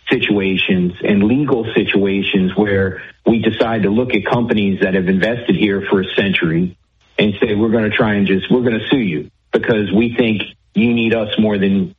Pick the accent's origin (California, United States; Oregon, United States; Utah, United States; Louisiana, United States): Louisiana, United States; I do believe we are special and different because we're from Louisiana, right?